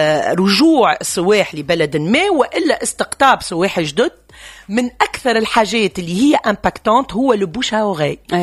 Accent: Tunisia; واحنا كتوانسة

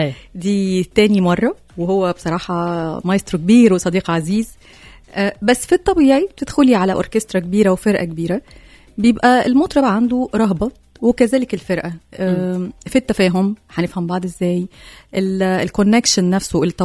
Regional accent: Egypt; وعندنا في مصر بنقول بنتسلطن اكتر.

